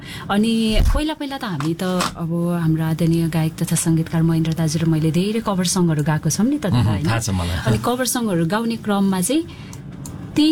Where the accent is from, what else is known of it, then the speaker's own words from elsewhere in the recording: Koshi Province, Nepal; moved away as an adult; now in Kathmandu, Nepal; Serofero Jhapa.